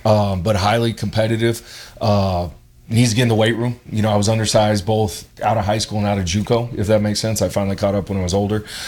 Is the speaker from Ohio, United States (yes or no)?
no; Phoenix, Arizona, United States; also born or lived in Flagstaff / New Jersey; I'm originally born in Flagstaff, Arizona, but really grew up outside of a year or two living in New Jersey, outside of Philly. Grew up in Phoenix, Arizona, North Central Corridor.